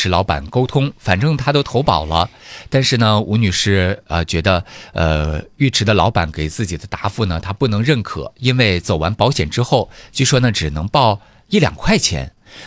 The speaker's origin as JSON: {"language": "Chinese", "region": "Northeast China", "country": "China", "said": "咱们东北人，我"}